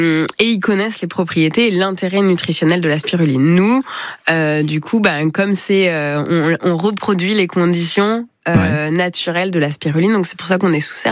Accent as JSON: {"language": "French", "town": "La Rochelle", "region": "Nouvelle-Aquitaine", "country": "France", "tie": "born or raised there", "said": "J'ai grandi à La Rochelle, et donc du coup j'avais envie de revenir ici"}